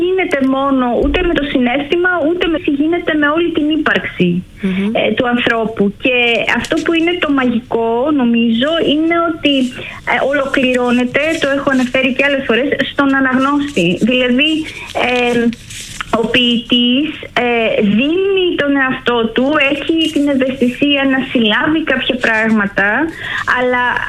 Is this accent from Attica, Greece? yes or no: no; Xanthi, Eastern Macedonia and Thrace, Greece; also born or lived in Komotini / Alexandroupoli; Στην Κομωτινή γεννήθηκα. Μετά μεγάλωσα στην Ξάνθη. Έζησα και για 3 χρόνια περίπου στην Αλεξανδροπολή.